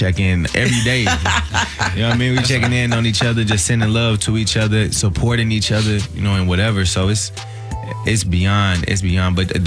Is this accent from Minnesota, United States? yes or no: no; St. Louis, Missouri, United States; my fellow St. Louis.